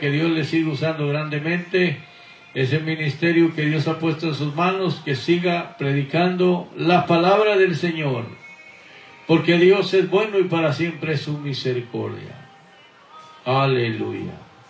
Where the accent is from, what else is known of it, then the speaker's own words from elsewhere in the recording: Guatemala; born there; moved away; allá en Guatemala, mi tierra natal.